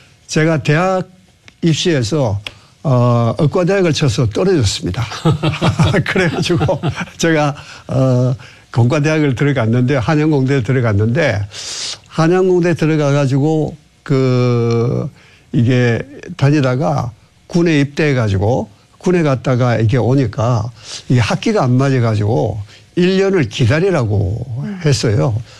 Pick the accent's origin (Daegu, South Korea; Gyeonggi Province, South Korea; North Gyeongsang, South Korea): Daegu, South Korea; moved away as an adult; 저는 그 고향이 대구입니다.